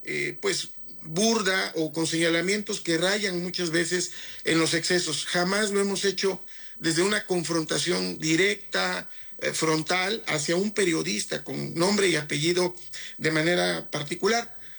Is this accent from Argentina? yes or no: no; Oaxaca, Mexico; quien conozco de muchos años, somos oaxaqueños con quien tuve varias conversaciones previo a ser secretario de gobierno